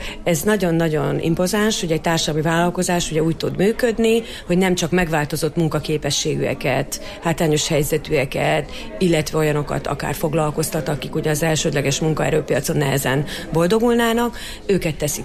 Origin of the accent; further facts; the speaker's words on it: Miskolc, Borsod-Abaúj-Zemplén, Hungary; Miskolcra, de hát ugye én két laki életet élek, úgyhogy én hétvégente is szoktam itt lenni, hiszen ez a szülővárosom.